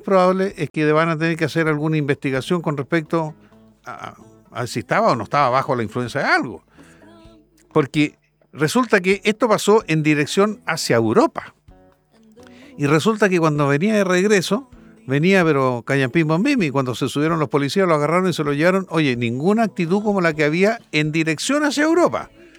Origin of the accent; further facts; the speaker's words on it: Chile; una vergüenza para nosotros como chilenos